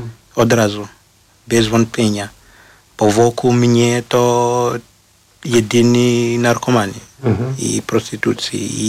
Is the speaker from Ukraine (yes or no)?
no; Marondera, Mashonaland East, Zimbabwe; Polish is a second language; moved away as an adult; now in Poland; Ja urodziłem się w Zimbabwe, w Marondera. To jest taki małe miejsce, miejscowość raczej, w Zimbabwe.